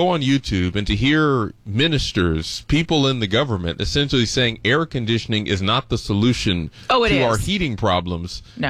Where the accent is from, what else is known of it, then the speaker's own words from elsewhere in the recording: United States; It's kind of surreal as an American sitting here